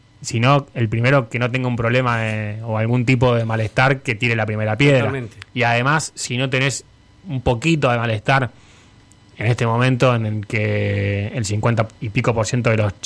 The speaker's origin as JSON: {"language": "Spanish", "country": "Argentina"}